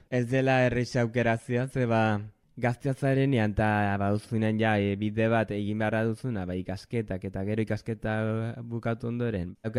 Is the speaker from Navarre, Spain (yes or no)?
yes; Elizondo, Navarre, Spain; also born or lived in Pamplona / Cambo-les-Bains / Mexico; now in Urcuit, France; Elizondokoa naiz, 28 urte ditut, eta orain Urketan bizi naiz. Urte hauetan, Elizondotik gero pastu nintzen Iruñarat, eta Iruñatik Kanborat, eta bukatut Urketan.